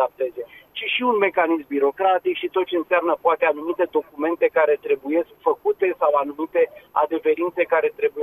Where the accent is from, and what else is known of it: Romania